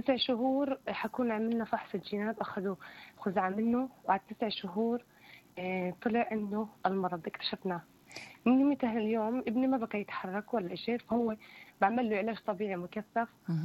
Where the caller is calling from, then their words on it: a village in Jenin district, West Bank, Palestine; أنا من قرية قضاء جنين اسمها المطلة.